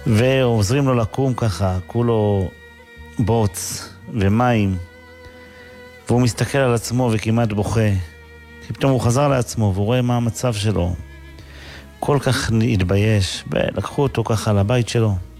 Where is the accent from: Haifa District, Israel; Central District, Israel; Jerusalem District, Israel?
Haifa District, Israel; Kiryat Ata; כשהייתי ילד קטן בקריית אתא